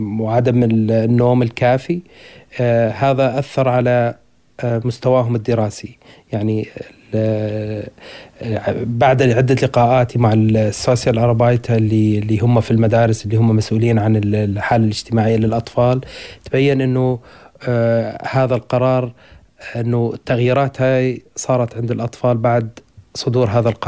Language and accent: Arabic; Daraa Governorate, Syria; moved away as an adult; now in Berlin, Germany; من سوريا، من محافظة درعا. أنا في ألمانيا من 2015، كنت أعمل في سوريا مدرس لغة عربية، وأتيت إلى ألمانيا